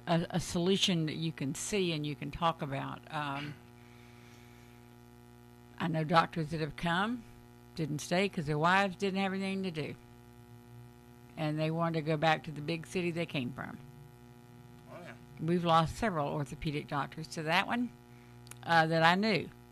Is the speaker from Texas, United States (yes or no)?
no; Orange Park, Florida, United States; born there; moved away as an adult; what I grew up with in Orange Park.